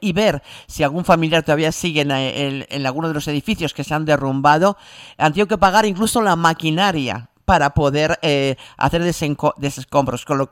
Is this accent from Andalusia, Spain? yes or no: no; Vega de San Mateo, Canary Islands, Spain; siempre digo, yo soy de la Vega de San Mateo, vivo en la Vega de San Mateo, admiro la Vega de San Mateo por eso mismo, por la gente